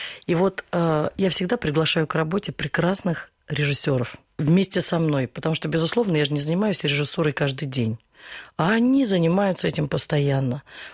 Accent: Russia; born there; я родилась в России

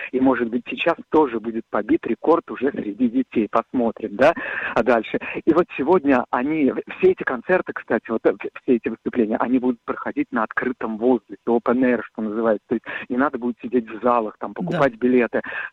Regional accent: Bashkortostan, Russia; Да, хочу еще сказать, что Башкирию, это мой родной край, на этой фольклориаде тоже, естественно, представят коллективы.

